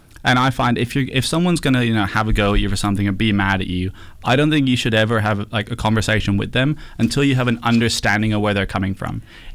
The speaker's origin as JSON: {"language": "English", "country": "Ireland", "moved": "yes", "lives_now": "Western Australia, Australia", "said": "I'm Irish"}